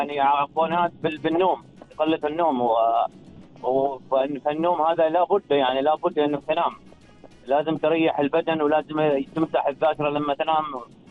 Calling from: Falaj Al Qabail, North Al Batinah, Oman; والله حاليا في بلادك الثانية، فلك القبائل.

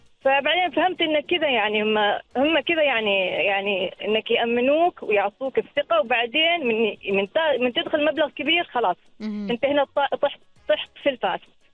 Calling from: Oman; أنا عمانية، أنا عمانية

